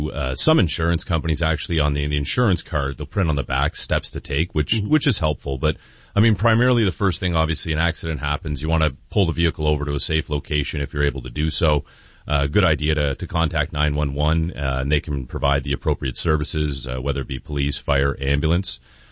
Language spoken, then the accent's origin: English; Lakeshore, Ontario, Canada; also born or lived in Toronto; And that's kind of the area I grew up out in Lakeshore there.